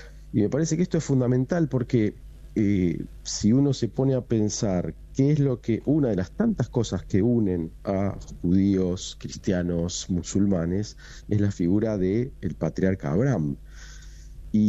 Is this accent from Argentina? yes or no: yes; Argentina; todos como argentinos, que somos un pueblo hospitalario